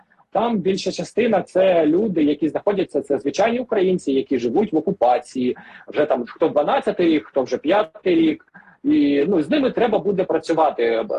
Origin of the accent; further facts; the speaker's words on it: Donetsk Oblast, Ukraine; now in Kyiv, Ukraine; ми, донеччани, ми рахувалися у всіх списках і статистиці як добровольці Дніпровської області.